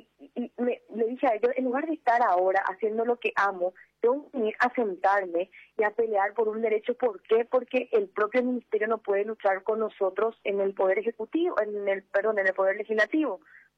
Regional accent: Paraguay; como paraguaya, como mujer paraguaya.

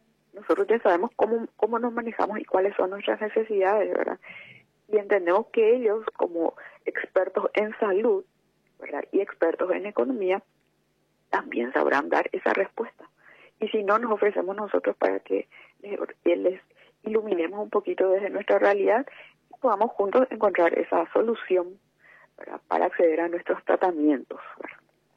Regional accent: Paraguay; Pero nosotros somos tan paraguayos como el resto, ¿verdad?

